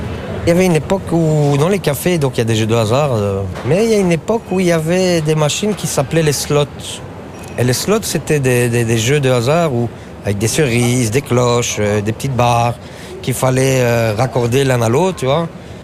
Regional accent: Kosovo; Comme chez nous, en Kosovo

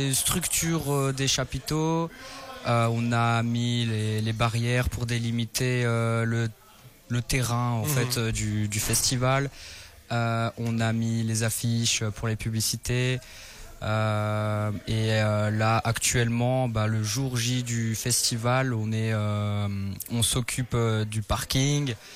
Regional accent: Florenville, Wallonia, Belgium; now in Chiny, Belgium; Moi je viens de Florentville, j'habite à Chigny.

